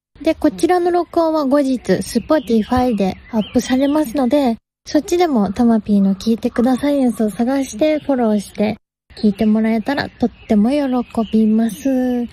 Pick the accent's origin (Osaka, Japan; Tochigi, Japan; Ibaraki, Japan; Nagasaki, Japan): Tochigi, Japan; Sano; 4月5日 栃木県佐野市、地元の栃木県でやりましたお花火ライブの様子をここからお聞きください